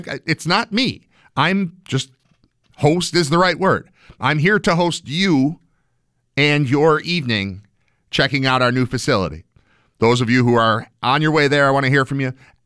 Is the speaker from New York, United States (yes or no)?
yes; West Seneca, New York, United States; I grew up in West Seneca, 15-minute drive from there to the stadium probably, from my house, from my parents' house.